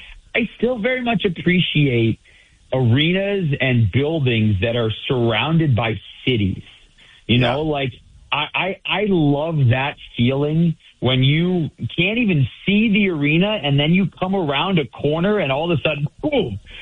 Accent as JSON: {"language": "English", "region": "Michigan", "country": "United States", "tie": "born or raised there", "said": "And remember, I'm not a New Yorker. I grew up in Michigan."}